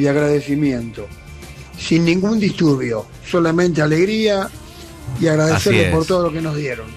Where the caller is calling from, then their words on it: San Martín, Argentina; de San Martín.